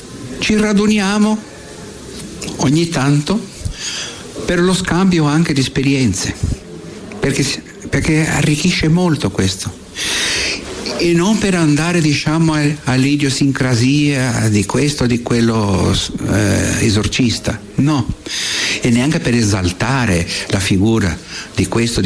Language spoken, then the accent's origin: Italian; Brazil; Io vengo dal Brasile e ne abbiamo giù, eh?